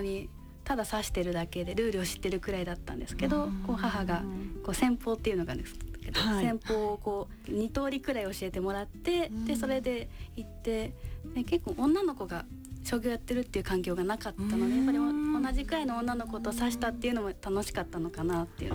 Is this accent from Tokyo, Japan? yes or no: yes; Tokyo, Japan; 東京ですね。